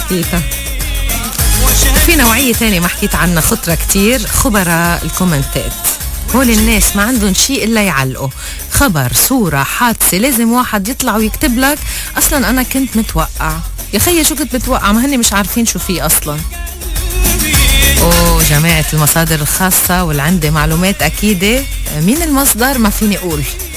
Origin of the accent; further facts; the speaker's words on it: Lebanon; للأسف نحن كلبنانية عنا شغلة كتير عظيمة، بنعطي رأينا قبل ما نفهم شو عم يسألونا أساسا.